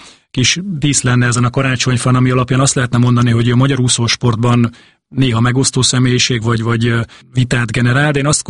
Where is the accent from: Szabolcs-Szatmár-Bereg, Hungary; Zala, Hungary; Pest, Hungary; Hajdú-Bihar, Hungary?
Zala, Hungary; Zalaegerszeg; ő is zalaegerszegi, mint ahol én származom